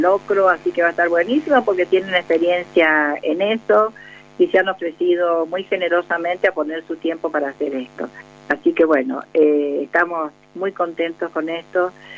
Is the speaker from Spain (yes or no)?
no; Argentina; como argentinos y como todos los habitantes de este suelo argentino